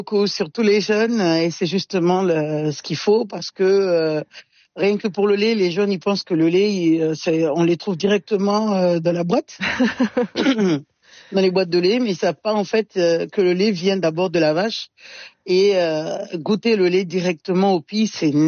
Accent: Mayotte; de riz padi, on appelle ça chez nous à Mayotte.

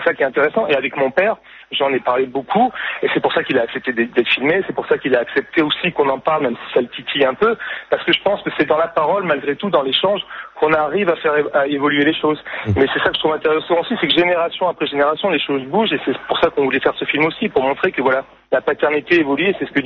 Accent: Nice, Provence-Alpes-Côte d'Azur, France; Le vrai niçois, c'est moi. Moi, je suis né à Nice.

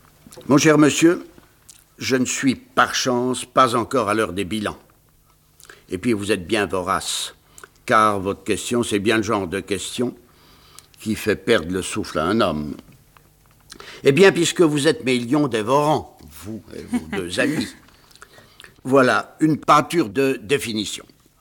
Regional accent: Bruyères, Grand Est, France; born there; vous savez que je suis né à Bruyères-Vosges.

